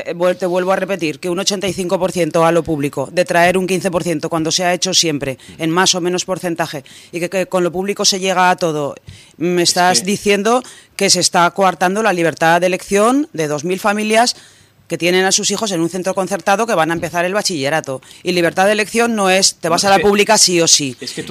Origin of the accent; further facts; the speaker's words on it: Borja, Aragon, Spain; born there; Borja, mi pueblo... 5.000 habitantes.